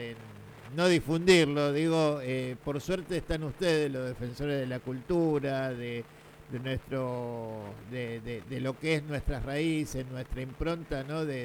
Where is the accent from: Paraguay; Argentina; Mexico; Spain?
Argentina